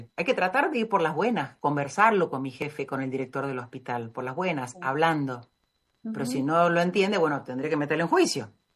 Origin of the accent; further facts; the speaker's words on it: Argentina; también en Argentina, en mi país